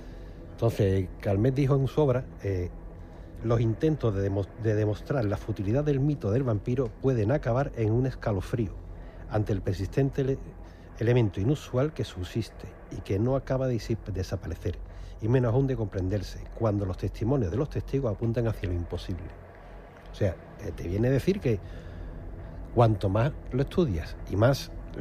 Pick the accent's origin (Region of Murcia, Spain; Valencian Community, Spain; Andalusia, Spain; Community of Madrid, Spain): Andalusia, Spain; Y vale, yo soy andaluz, yo me crié en esta cultura, ¿vale?